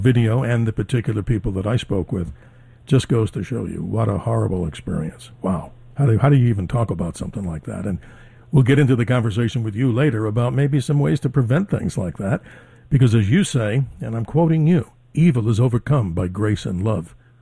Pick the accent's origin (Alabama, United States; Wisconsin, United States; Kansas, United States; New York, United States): New York, United States; New York City; born there; now in Arizona, United States; I'm a New Yorker at heart, Drew, even though I live here in Arizona right now, born in Jamaica, Queens, and always proud of my New York heritage.